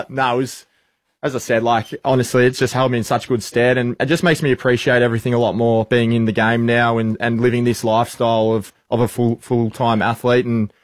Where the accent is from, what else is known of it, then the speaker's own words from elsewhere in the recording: Echuca, Victoria, Australia; Yeah. No, it's just a typical country lifestyle, I think. Growing up in Echuca, Miami